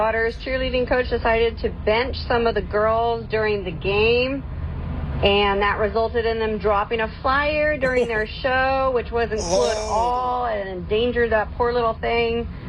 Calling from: Oceanside, California, United States; listening in from Oceanside.

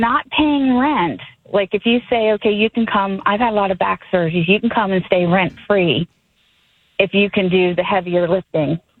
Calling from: Sykesville, Maryland, United States

